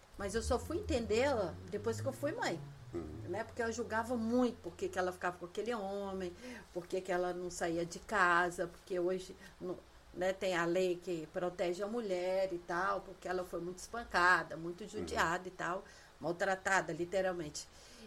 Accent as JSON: {"language": "Portuguese", "region": "Minas Gerais", "country": "Brazil", "also_born_or_lived": "Vitória"}